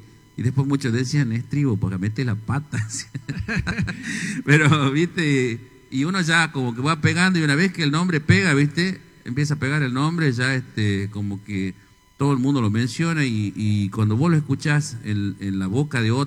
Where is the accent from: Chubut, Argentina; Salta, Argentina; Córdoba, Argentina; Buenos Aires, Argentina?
Salta, Argentina; General Mosconi; nosotros somos de General Mosconi.